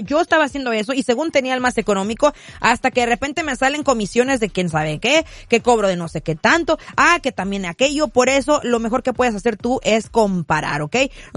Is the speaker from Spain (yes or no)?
no; Rosarito, Baja California, Mexico; now in United States; Si allá de donde yo soy, allá en Rosarito